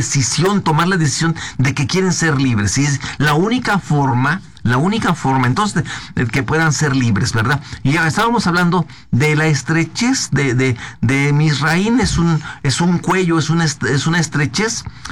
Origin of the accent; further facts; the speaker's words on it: Oaxaca, Mexico; born there; Pues yo vengo del estado de Oaxaca, de una zona dificilísima donde es puro desierto, nacimos en una montaña donde todo está seco, donde es muy dificilísimo.